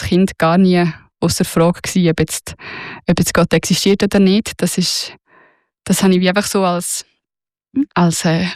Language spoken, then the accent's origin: German; Lucerne, Switzerland; ich bin auf dem Land im Kanton Luzern aufgewachsen